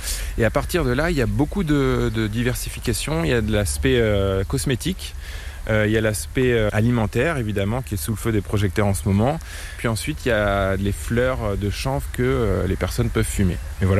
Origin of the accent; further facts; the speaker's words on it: Évreux, Normandy, France; Alors moi, je suis né ici, hein, je suis né à Évreux, la préfecture de l'Eure. J'ai passé toute ma jeunesse ici.